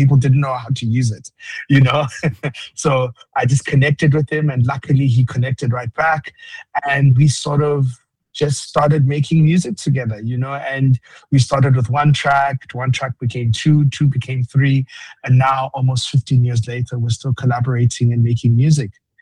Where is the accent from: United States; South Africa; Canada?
South Africa; Yeah, so as you said, I'm from South Africa, and I really started out in poetry and spoken word.